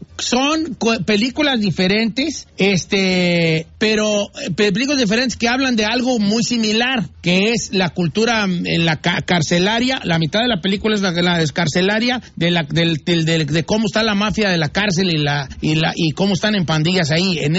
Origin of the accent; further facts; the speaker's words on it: Mexico